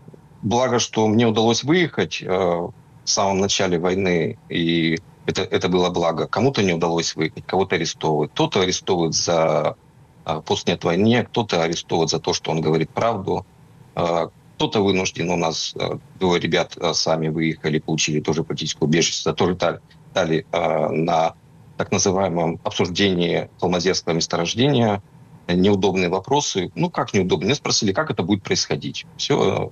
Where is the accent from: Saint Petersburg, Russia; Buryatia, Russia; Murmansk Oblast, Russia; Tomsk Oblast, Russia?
Murmansk Oblast, Russia